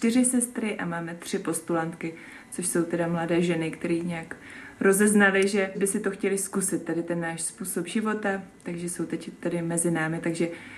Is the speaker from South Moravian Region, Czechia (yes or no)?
yes; Brno, South Moravian Region, Czechia; a pocházím od Brna, teď jsem zase v komunitě znova zpátky v Brně